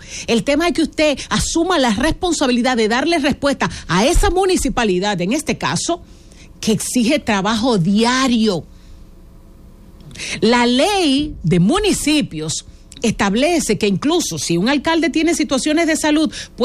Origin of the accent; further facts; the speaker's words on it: Dominican Republic; nosotros como dominicanos